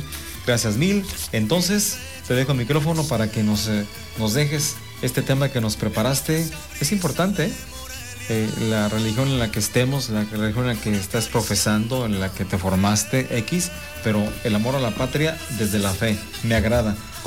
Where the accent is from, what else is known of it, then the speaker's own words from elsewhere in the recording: Mexico; Sí, somos mexicanos, pero orgullosos de ello